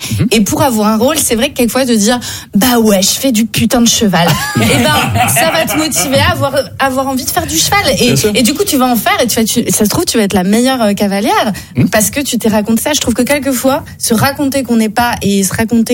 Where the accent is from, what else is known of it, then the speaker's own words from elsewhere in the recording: Paris, Île-de-France, France; alors que je suis vraiment une Parisienne, je suis née à Paris et tout, il y a plein de monuments que je ne connais pas.